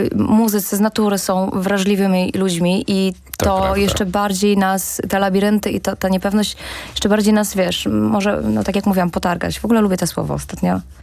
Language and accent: Polish; Warmian-Masurian Voivodeship, Poland; moved away; Ja mieszkałam, właśnie pochodzę z małego miasta, spod Olsztyna.